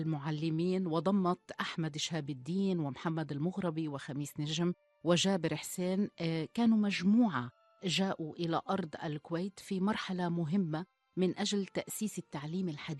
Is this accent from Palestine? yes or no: yes; Gaza, Gaza Strip, Palestine; moved away as an adult; also born or lived in Jaffa (ancestral); now in Kuwait; أنا أصلاً من يافا، ولكن أهل جدي وقت النكبة 48 هاجروا وانتقلوا إلى في منطقة داخل فلسطين اللي هي قطاع غزة، ما حبوش أنهم يطلعوا خارج فلسطين